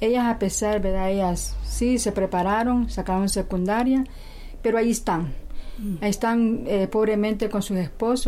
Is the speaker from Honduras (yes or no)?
yes; Puerto Cortés, Cortés, Honduras; yo crecí aquí en Puerto Cortés, nací en el barrio El Cocal y mi niñez fue muy bonita